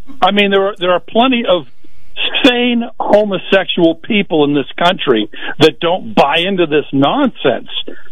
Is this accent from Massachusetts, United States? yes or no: yes; Foxborough, Massachusetts, United States; I was raised a Protestant in Foxborough, Massachusetts.